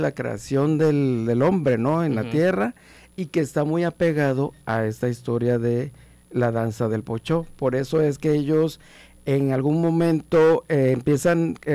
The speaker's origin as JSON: {"language": "Spanish", "town": "Tenosique", "region": "Tabasco", "country": "Mexico", "tie": "born or raised there", "said": "yo soy de Tenosique."}